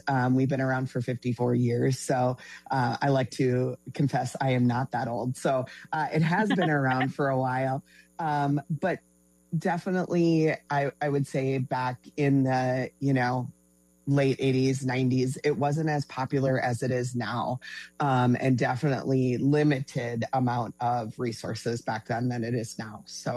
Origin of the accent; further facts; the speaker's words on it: Minnesota, United States; I'm actually from Minnesota, so right in the Twin Cities area. So this is home sweet home to me.